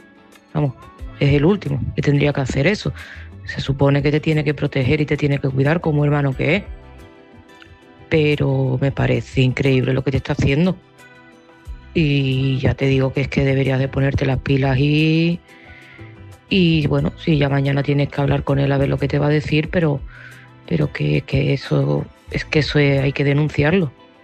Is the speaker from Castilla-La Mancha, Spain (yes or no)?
no; Seville, Andalusia, Spain; de Sevilla y este mensaje va para María José.